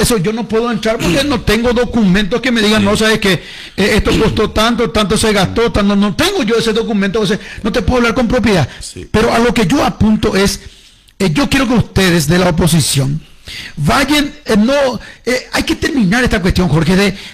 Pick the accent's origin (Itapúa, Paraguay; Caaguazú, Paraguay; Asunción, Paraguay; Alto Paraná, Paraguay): Caaguazú, Paraguay; yo soy de Caguazú